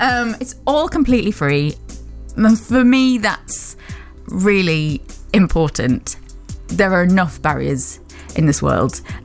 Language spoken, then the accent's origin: English; Wolverhampton, West Midlands, United Kingdom; accent: Black Country; I'm a black country girl, I'm from Wolverhampton. You can't always hear it unless I speak to my mum. You can hear the twang come out when I'm with my family.